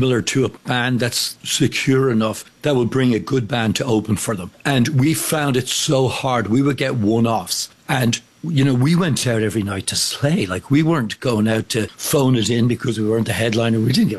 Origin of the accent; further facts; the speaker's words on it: Ireland; moved away; I grew up in Ireland.